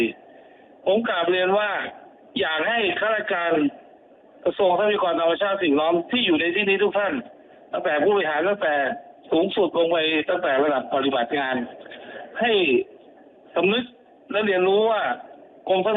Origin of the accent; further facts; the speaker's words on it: Chonburi, Thailand; moved away as an adult; now in Bangkok, Thailand; ผมเองอาจจะเป็นคนชลบุรีแต่มาอยู่กรุงเทพโดยนำลูกมาศึกษา